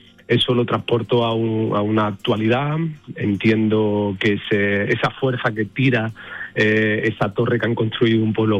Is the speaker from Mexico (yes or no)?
no; Seville, Andalusia, Spain; siempre llegamos con ilusión, por supuestísimo, de bailar en mi tierra y de bailarle a mi gente y a mi pueblo